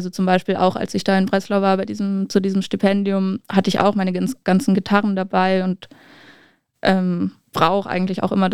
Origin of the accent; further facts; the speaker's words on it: Freiburg, Baden-Württemberg, Germany; also born or lived in Berlin; now in Leipzig, Germany; ich bin im Schwarzwald aufgewachsen, auch nicht die ganze Zeit in Freiburg, auch bis ich 15 war, waren wir auf dem Dorf in der Nähe von Freiburg.